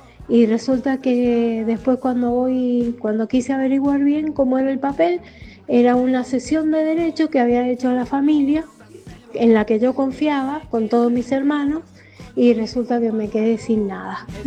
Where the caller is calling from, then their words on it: Mendoza, Argentina; de Ciudad